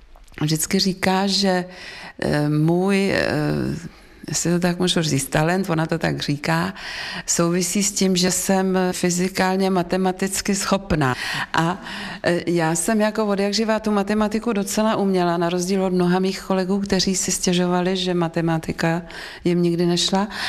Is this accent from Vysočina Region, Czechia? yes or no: yes; Vysočina Region, Czechia; born there